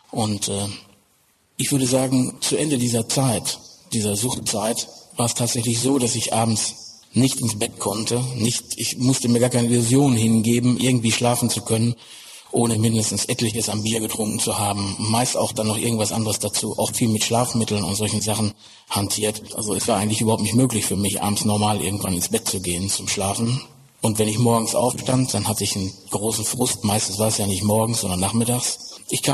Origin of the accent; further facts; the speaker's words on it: North Rhine-Westphalia, Germany; bin 41 Jahre alt. Ich bin aufgewachsen im Ruhrgebiet als Sohn eines Bergmanns